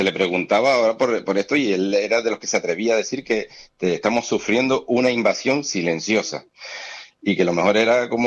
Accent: Spain; a veces me da vergüenza, pero porque soy español y yo mi bandera española

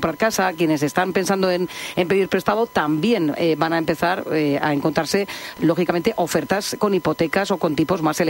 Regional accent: Region of Murcia, Spain; desde mi tierra querida, desde Murcia, en Jumilla

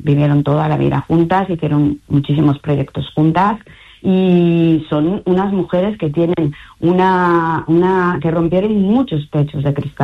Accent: Valencian Community, Spain; un periplo que para mí particularmente, siendo valenciana, me resulta muy emocionante

